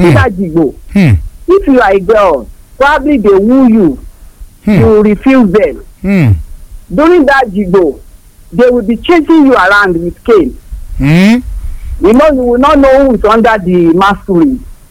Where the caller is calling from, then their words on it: Abeokuta, Ogun, Nigeria; I am from Abeokuta